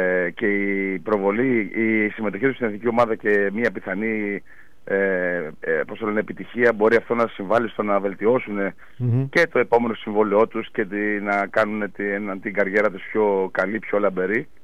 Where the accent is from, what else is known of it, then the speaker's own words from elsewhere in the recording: Greece; σαν Έλληνας